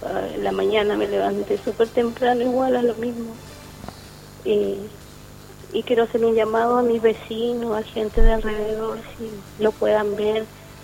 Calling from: Coronel, Biobío, Chile; Soy de acá del sector Calle Lota con Esmeralda.

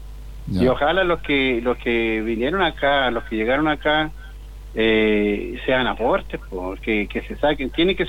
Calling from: Chillán, Ñuble, Chile

